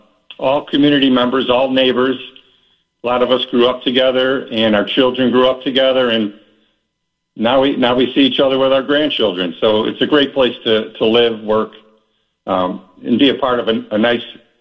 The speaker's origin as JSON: {"language": "English", "town": "Chicago", "region": "Illinois", "country": "United States", "tie": "born or raised there", "moved": "as an adult", "lives_now": "Schiller Park, United States", "said": "I grew up in Chicago and never thought about Schiller Park at the time, but because of work, my wife found the place out here. … moved us out here over 45 years ago, and it became home"}